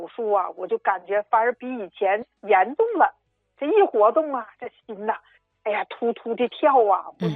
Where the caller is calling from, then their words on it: Heilongjiang, China; 我是黑龙江的老朋友。